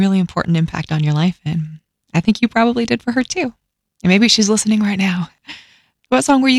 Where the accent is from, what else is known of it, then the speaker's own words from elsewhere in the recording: Wichita, Kansas, United States; Yeah, that's where I'm from. That's where I was born.